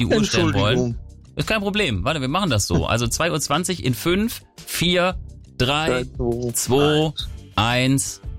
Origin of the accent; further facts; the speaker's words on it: Hesse, Germany; Nein, ich habe ja gerade gesagt, ich komme aus Hessen.